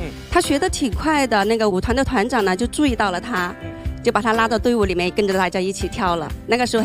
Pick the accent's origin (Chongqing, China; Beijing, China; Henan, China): Chongqing, China; 我们来自重庆。